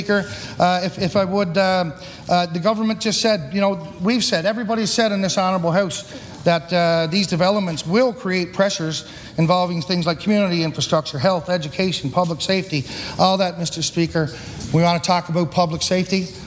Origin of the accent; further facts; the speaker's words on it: Lake Melville, Newfoundland and Labrador, Canada; I come from Lake Melville. I have an Inuk mother from the north who has her family from my grandparents that way. I have a Newfoundlander as a father who came from the island.